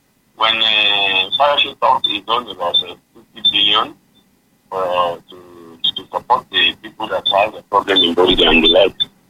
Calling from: Ibadan, Oyo, Nigeria; I'm calling from Mokola.

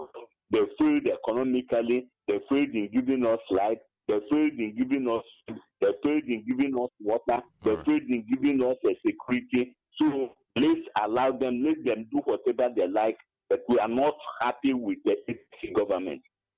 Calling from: Enugu State, Nigeria; I'm calling from Banikenugu.

